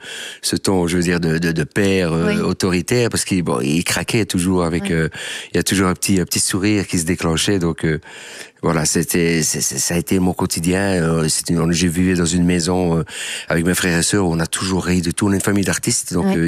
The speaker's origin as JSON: {"language": "French", "town": "Liège", "region": "Wallonia", "country": "Belgium", "moved": "as an adult", "said": "Je suis de Liège et j'ai quitté tout. Je suis parti à Paris tenter ma chance."}